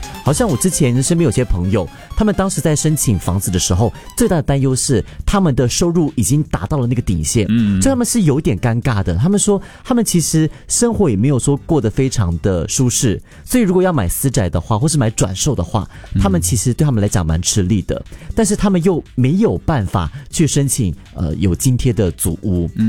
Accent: East Region, Singapore; 因为我是东部人，所以我对于东部的发展是稍微关心一点点的

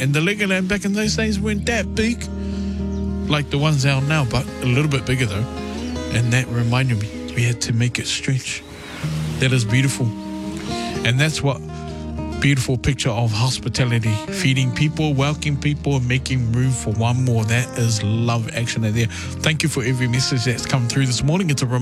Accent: Christchurch, Canterbury, New Zealand; I'm from Christchurch.

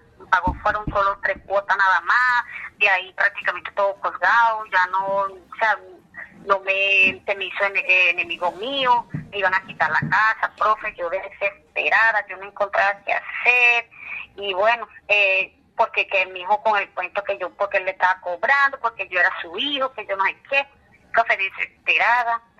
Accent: Venezuela; moved away; Bueno, ya 11 años y medio. Que llegué de Venezuela, primeramente.

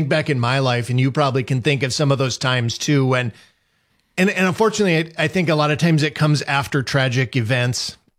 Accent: United States

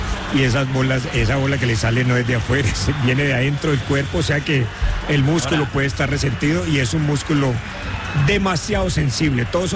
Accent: Colombia; esto lo digo como colombiano

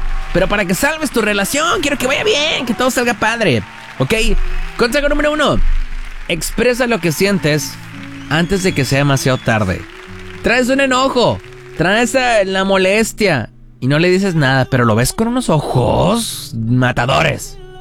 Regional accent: Quilá, Sinaloa, Mexico; now in Culiacán, Mexico; Saluditos hasta mi tierra, Quilá, bonito de allá, me encanta.

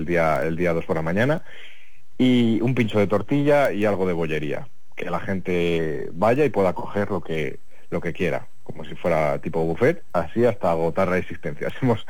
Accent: Spain; moved away as an adult; nosotros que somos todos de Medina, locales, y que, bueno, pues yo también personalmente, muchos hemos salido fuera a hacer nuestras vidas profesionales y demás, y también tenemos ese sentimiento de pertenencia al pueblo

